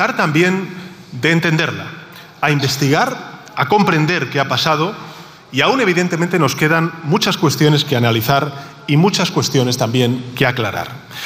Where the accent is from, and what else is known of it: Spain